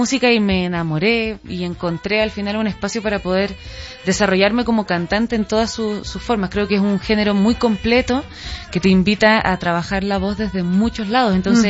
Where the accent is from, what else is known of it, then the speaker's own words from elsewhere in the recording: Punta Arenas, Magallanes, Chile; Yo soy de Punta Arenas, que es la Patagonia chilena, que es como lo último que hay en Chile